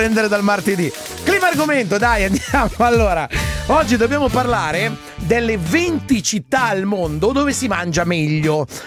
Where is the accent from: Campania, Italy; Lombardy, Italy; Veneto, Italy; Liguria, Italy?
Lombardy, Italy; Lodi; Così mi geolocalizzo meglio. Sono di Lodi.